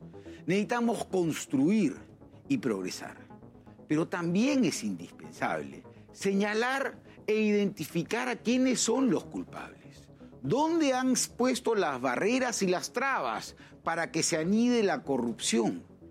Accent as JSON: {"language": "Spanish", "country": "Peru"}